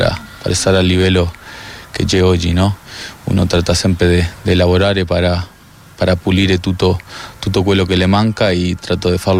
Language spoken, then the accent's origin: Italian; Uruguay; Italian is a second language; No, certo che l'abbiamo nella sangue quel tipo di garra